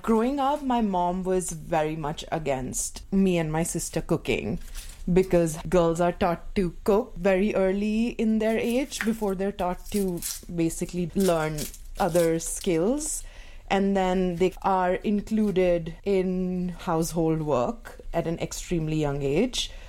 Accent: Ghaziabad, Uttar Pradesh, India; moved away as an adult; now in Kingston, Canada; It's this town named Ghaziabad. It's in the state of Uttar Pradesh. It's about 2 hours from Delhi, which is the national capital. Suburbia, but not really. Not as fancy or as bougie as how North America suburbs look like.

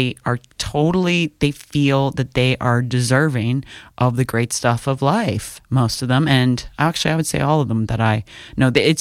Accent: Prince Edward County, Ontario, Canada; I grew up in South End, Prince Edward County, eighth mm-hmm. generation from you know, farm fields.

